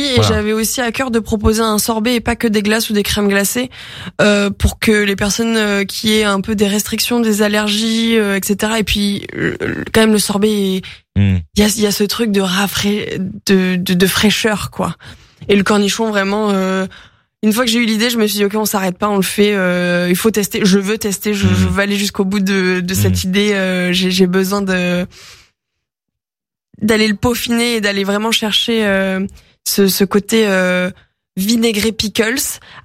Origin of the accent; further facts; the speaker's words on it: Provence-Alpes-Côte d'Azur, France; moved away; chez moi en Provence